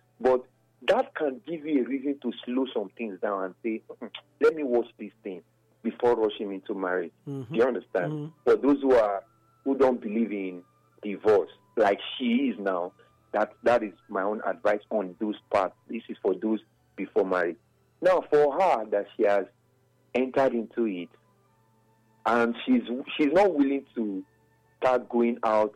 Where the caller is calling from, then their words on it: Mopa, Nigeria; I'm calling from Mopa.